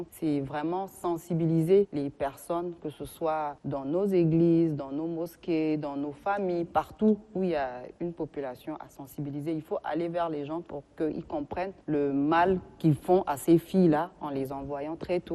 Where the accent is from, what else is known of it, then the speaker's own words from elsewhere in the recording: Tandjilé, Chad; je suis de la Tangilée